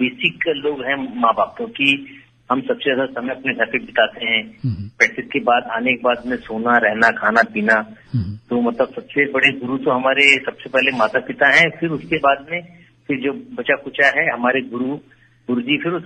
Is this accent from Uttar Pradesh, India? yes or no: no; Bhilai, Chhattisgarh, India; चूंकि हम भिलाई शहर में पले बड़े हैं